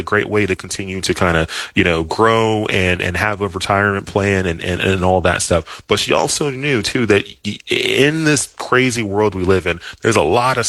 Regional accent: Dallas, Texas, United States; I grew up in Dallas, Texas. Both of my parents immigrated from Nigeria to the U.S. Like in the early 80s.

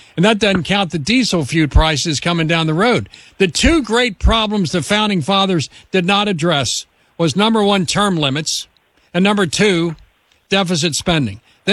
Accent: Kentucky, United States; Senator Rand Paul from my home state of Kentucky is the junior senator

